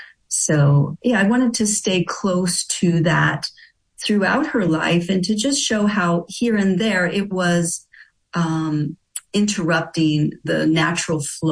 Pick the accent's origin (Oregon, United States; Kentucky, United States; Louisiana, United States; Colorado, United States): Louisiana, United States; But I grew up myself in Louisiana, and somehow it was a young girl in Louisiana in 1973.